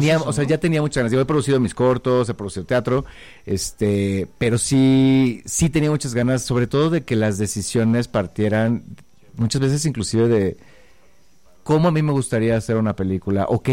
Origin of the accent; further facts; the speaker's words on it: Mexico; nosotros somos muy mexicanos y mucho más dramáticos